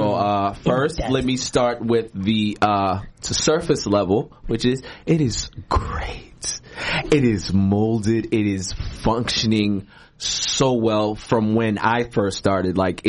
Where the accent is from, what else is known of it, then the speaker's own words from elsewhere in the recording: Boston, Massachusetts, United States; So I'm born and raised in Roxbury, right there near, in between Dudley and Ruggles, right there in Madison.